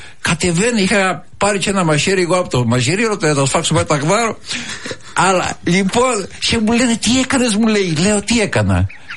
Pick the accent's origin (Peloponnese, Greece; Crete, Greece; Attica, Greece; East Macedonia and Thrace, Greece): Crete, Greece; moved away as an adult; όταν έφυγα από το χωριό να πάω στο Ηράκλειο. Μιλάμε 40 λεπτά δρόμους, αλλά δεν είχαμε αυτοκίνητα τότε.